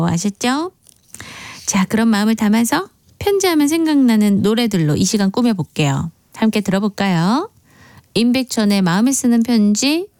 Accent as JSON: {"language": "Korean", "town": "Gimhae", "region": "South Gyeongsang", "country": "South Korea", "tie": "born or raised there", "moved": "yes", "lives_now": "Seoul, South Korea", "said": "저는 고향이 김해인데요. 서울에 올라와서 18번, 19번 정도 이사를 했거든요."}